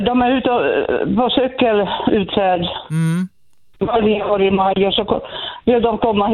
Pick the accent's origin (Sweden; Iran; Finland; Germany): Finland; Pedersöre, Ostrobothnia; Jag är från Österbotten, från Pedersörp.